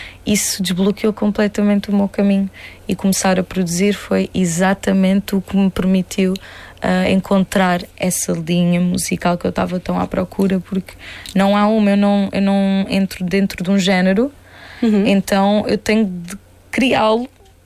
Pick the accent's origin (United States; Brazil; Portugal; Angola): Portugal; Monte Gordo, Algarve; moved away; sobretudo lá na malta de lá de Montegordo, que é, não temos muitos exemplos do que é sair daqui e fazer algo assim.